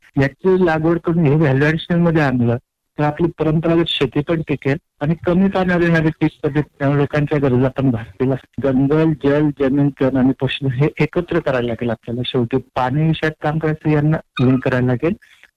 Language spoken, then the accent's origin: Marathi; Baripada, Maharashtra, India